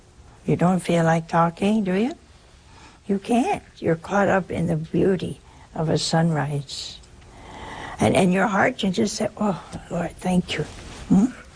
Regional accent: Ohio, United States; Oh, hey, that's my home state.

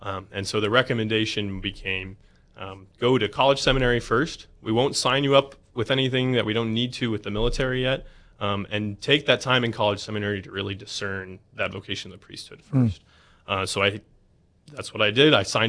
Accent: Lakota, North Dakota, United States; also born or lived in Alaska; I grew up in Lakota primarily. Okay. I grew up in Lakota till I was 12 years old. Then my family moved out of state for a couple years. We actually lived in Alaska, which was an amazing adventure. And then we moved back to North Dakota.

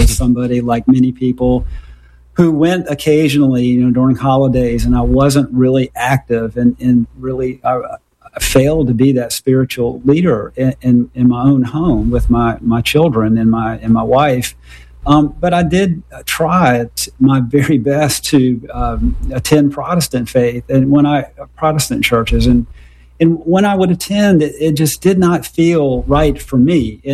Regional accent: South Carolina, United States; I grew up near Charleston, South Carolina

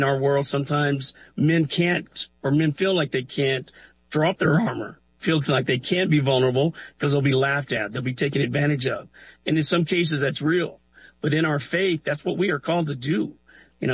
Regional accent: the South, United States; born there; I grew up on wrestling in the South.

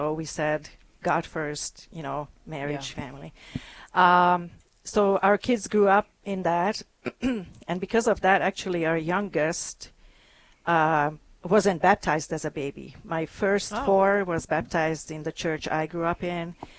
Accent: Hungary; English is a second language; now in Sioux Falls, United States; Yeah, so I live in Sioux Falls originally. I'm from Hungary. I've been in the U.S. now 28 years, and in Sioux Falls about 23 of those.

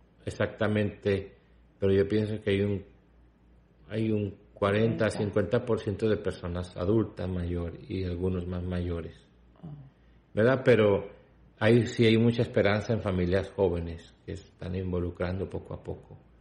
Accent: Puerto Rico; moved away; En mi parroquia allá en Puerto Rico.

